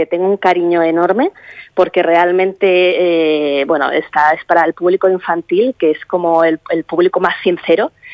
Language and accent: Spanish; Barcelona, Catalonia, Spain